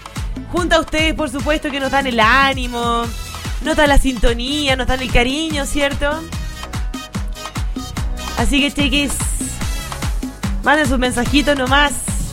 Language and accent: Spanish; Chile; Y uno como chileno normal, trabajando